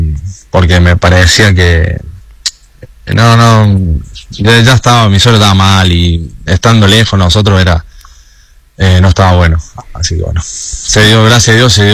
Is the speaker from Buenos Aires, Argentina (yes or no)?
no; Córdoba, Argentina; yo soy de Córdoba